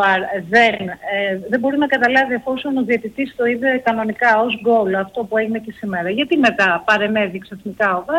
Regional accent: Greece

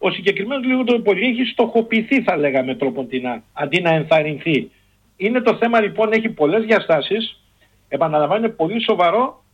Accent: Florina, Western Macedonia, Greece; also born or lived in Froni; Επειδή εγώ γεννήθηκα και μεγάλο στη Φλόρινα

